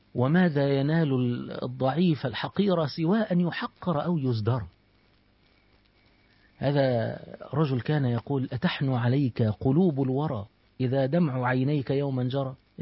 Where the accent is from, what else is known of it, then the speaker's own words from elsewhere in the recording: Egypt; احنا عندنا في مصر قانوني مشهور جدا اسمه السنهوري باشا